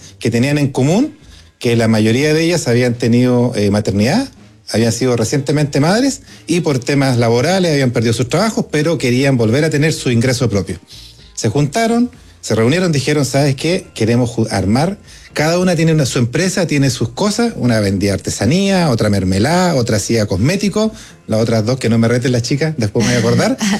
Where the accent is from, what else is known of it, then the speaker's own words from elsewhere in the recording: Valdivia, Los Ríos, Chile; Yo soy del sur, yo soy de Valdivia.